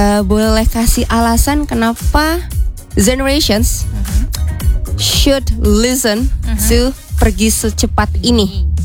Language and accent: English; West Java, Indonesia; Sundanese version, mm-hmm. my hometown.